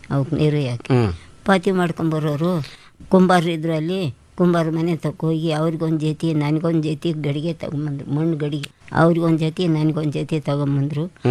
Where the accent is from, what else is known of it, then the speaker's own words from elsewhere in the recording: Gubbi, Karnataka, India; ಗುಬ್ಬಿ ಹೊಸಳ್ಳಿ ತಾಲೂಕಿನಲ್ಲಿ ನಾವು ಹುಟ್ಟಿ ಬೆಳೆದಿದ್ದು.